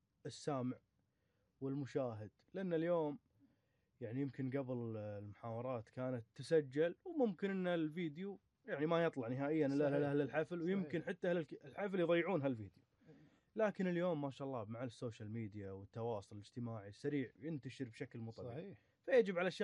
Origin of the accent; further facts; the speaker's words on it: Kuwait; حنا ككويتيين نقول أصل القلطة بالكويت